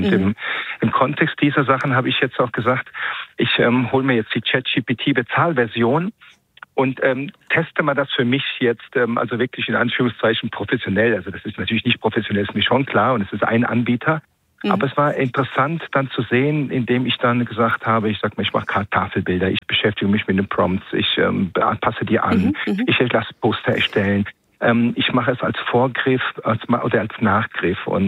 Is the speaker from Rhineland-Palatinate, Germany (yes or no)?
yes; Rhineland-Palatinate, Germany; Ich komme aus Rheinland-Pfalz